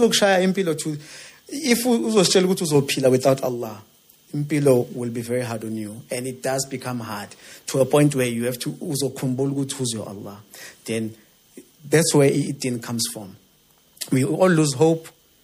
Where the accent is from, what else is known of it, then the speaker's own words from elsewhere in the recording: Soweto, Gauteng, South Africa; growing up in Soweto is surrounded by corruption everywhere.